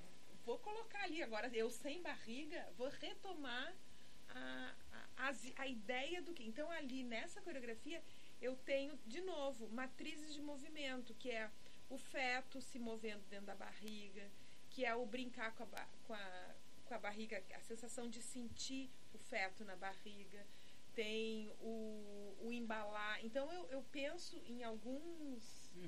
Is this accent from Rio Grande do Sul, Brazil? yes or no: yes; Ijuí, Rio Grande do Sul, Brazil; Eu sou de Ijuí.